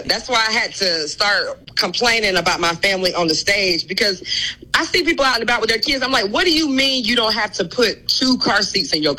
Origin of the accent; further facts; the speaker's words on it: Georgia, United States; moved away; I'm originally from Georgia, so my whole family back home is rooting for me.